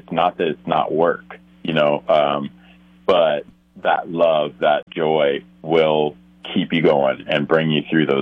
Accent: Los Osos, California, United States; Growing up in Los Osos

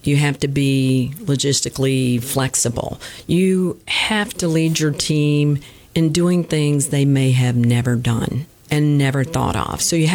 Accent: Mississippi, United States; moved away as an adult; also born or lived in New Orleans; now in Maine, United States; my parents actually were from Northeast Mississippi. So I grew up in a small, small town, rural town in Mississippi, and then spent my adult life there in New Orleans.

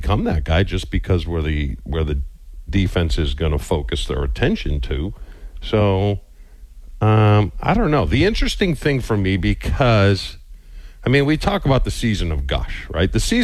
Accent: New England, United States; or the closest I came to is when I played New England, because obviously I'm from New England.

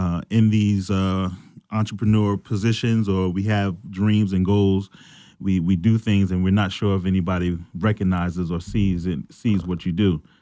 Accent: Linden, New Jersey, United States; I'm a Jersey guy, born and raised in Linden, New Jersey. So much of who I am comes from family, mm-hmm. faith, community, and service.

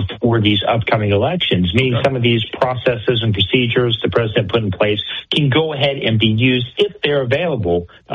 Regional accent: Florida, United States; We saw that in my home state of Florida recently.

